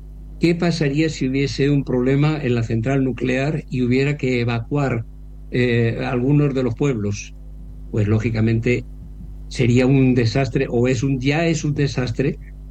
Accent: Ayora, Valencian Community, Spain; somos tan valencianos como los de Xàtiva, los de Ayora somos tan chucarrats como los de Xàtiva

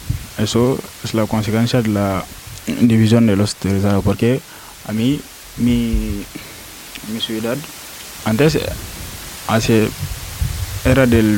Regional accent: Senegal; Sí, yo le digo por qué no soy de Senegal. Y dice que es imposible de ser de Senegal y sin hablar el Wolof. Yo le digo, eso es falso. Porque yo vine de un pueblo que no hablo el Wolof.

